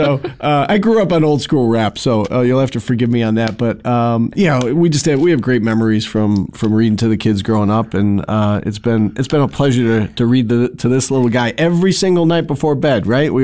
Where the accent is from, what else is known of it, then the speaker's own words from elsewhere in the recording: Syracuse, New York, United States; So I grew up here locally. I grew up on Onondaga Hill.